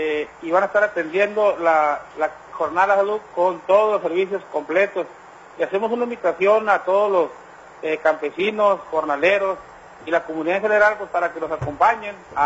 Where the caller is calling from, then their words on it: Baja California, Mexico; acá del Valle Mexicali.